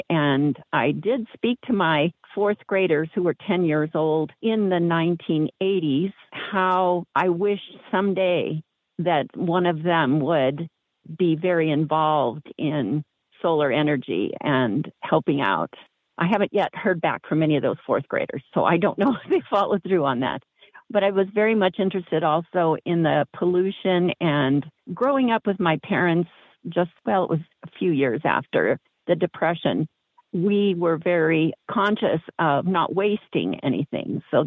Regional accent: California, United States; I grew up in California. My parents were regular middle class.

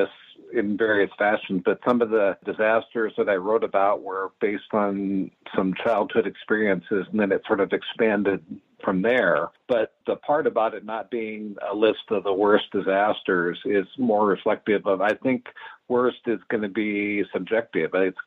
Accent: Malta, Montana, United States; now in Bigfork, United States; I grew up in Malta, Montana, which is up on the High Line. It's between Havre and Glasgow, Montana, a town of about 2,000 people.

